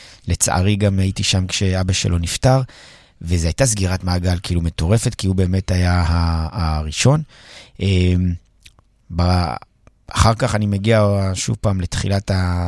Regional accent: Jerusalem, Jerusalem District, Israel; אז קודם כל אנחנו מירושלים

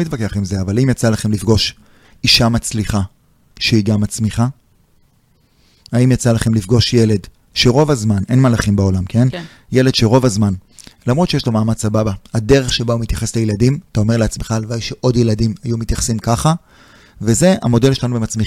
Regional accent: Jerusalem, Jerusalem District, Israel; הייתי בכיתה נוראית, בבית ספר נוראי, בשכונה נוראית, במקום כן. שנקרא רגיל, בסדר? הייתי בירושלים

